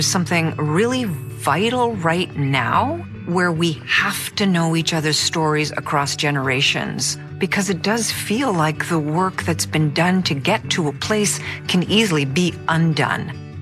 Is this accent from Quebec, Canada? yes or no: yes; Quebec, Canada; born there; I was born just outside of Montreal.